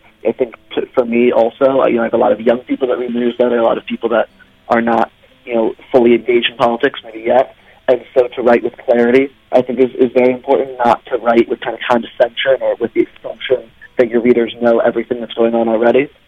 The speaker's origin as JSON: {"language": "English", "town": "St. Louis", "region": "Missouri", "country": "United States", "tie": "born or raised there", "lives_now": "Washington, United States", "said": "St. Louis, Missouri."}